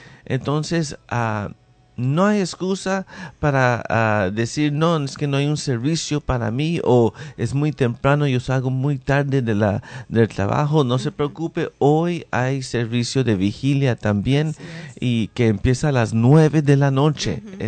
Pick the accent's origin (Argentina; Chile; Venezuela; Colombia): Venezuela; now in Tennessee, United States; Le dije que soy de Venezuela, pero estoy acá en los Estados Unidos. Y después me preguntó qué estado y le dije Tennessee.